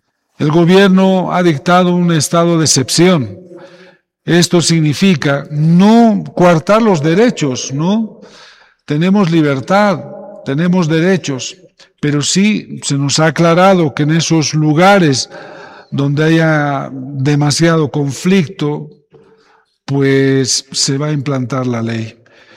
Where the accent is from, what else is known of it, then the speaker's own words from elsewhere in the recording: Bolivia; No podemos destruirnos así como bolivianos, no podemos seguir viviendo así.